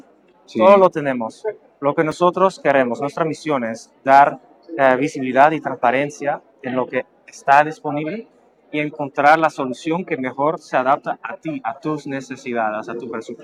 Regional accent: Netherlands; moved away as an adult; now in Panama; Yo soy de Holanda, correcto. Me mudé a Panamá hace 11 años atrás, casi 12 ya. Mi esposa es panameña, entonces ya bastante anclado

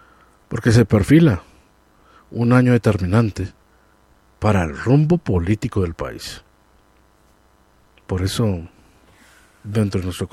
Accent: Colombia; reconozcamos como colombianos

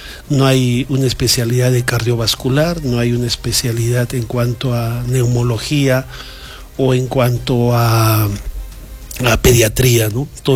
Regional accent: Socabaya, Arequipa, Peru; nosotros los socabayinos

